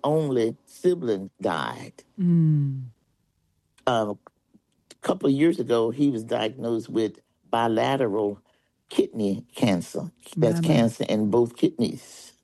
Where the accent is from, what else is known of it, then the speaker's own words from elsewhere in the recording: Palmyra, Virginia, United States; now in Philadelphia, United States; I hail from Palmyra, Virginia.